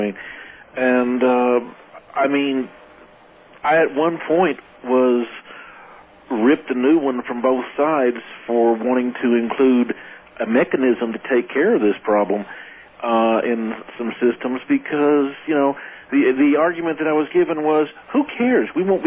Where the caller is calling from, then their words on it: El Paso, Texas, United States; Well, not too far from you, over in El Paso.